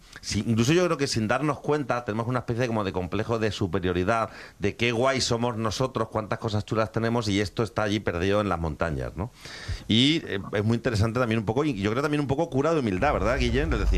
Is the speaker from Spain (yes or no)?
yes; Extremadura, Spain; la cetrería y la transhumancia son muy nuestras en Extremadura.